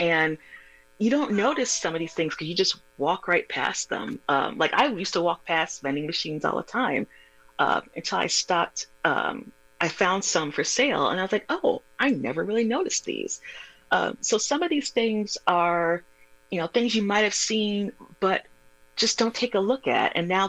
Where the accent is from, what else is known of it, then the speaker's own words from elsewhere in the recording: Milwaukee, Wisconsin, United States; I grew up here in Milwaukee, Wisconsin.